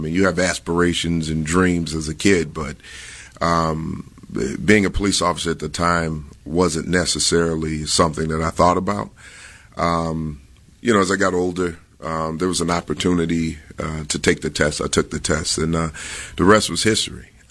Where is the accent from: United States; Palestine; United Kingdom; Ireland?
United States; Chicago, Illinois; I grew up in Chicago. As everybody knows, I mean, it's well publicized. I grew up in the Englewood community, Hinton Elementary School, Englewood High School, and DePaul University.